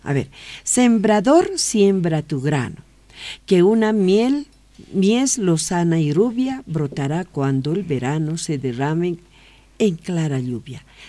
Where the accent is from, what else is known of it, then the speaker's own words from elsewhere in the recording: Bolivia; mañana vamos a celebrar como buenos bolivianos el 2 de agosto